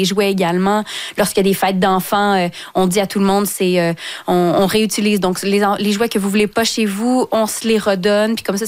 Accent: Saint-Hyacinthe, Quebec, Canada; moi, je venais du 450, je viens de Saint-Hyacinthe, donc j'avais ma voiture depuis que je suis adolescente.

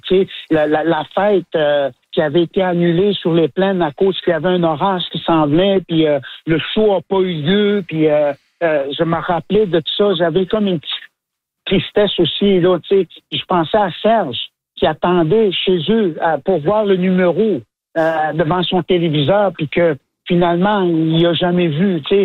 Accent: Canada; parce que je suis des Premières Nations, puis je défends ce qui nous reste, nos langues, nos cultures.

